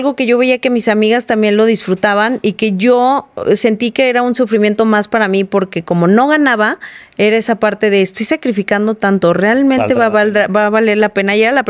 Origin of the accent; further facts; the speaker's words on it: San Luis Potosí, Mexico; moved away; yo soy originaria de San Luis Potosí